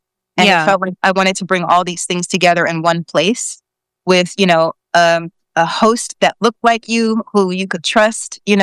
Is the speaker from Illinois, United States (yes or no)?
yes; Chicago, Illinois, United States; I did live in all these other neighborhoods, but now I'm back on the south side. I live here in Bronzeville. This is where my business is. And but I grew up in Hyde Park and also further south.